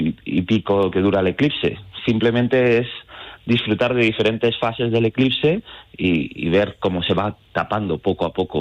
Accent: Community of Madrid, Spain; now in Alcalá del Júcar, Spain; soy un madrileño que viene a Castilla-La Mancha

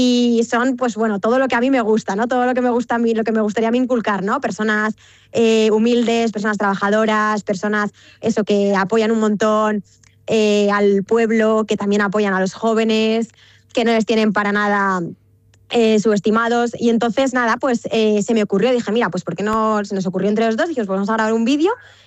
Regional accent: Cabanillas del Campo, Castilla-La Mancha, Spain; yo en la carnicería de mi pueblo, de Cabanillas del Campo, pues a veces no iba

